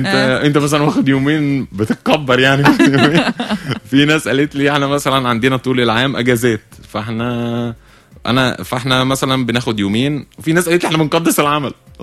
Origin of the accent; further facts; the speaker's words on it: Tunisia; والحاجه اللي انا انقلها من تونس الى مصر هي الانتظام في الاكل اليومي عندكم انتظام في فطور الصباح فطور نص النهار في العشاء احنا الثلاثه دول ما عندناش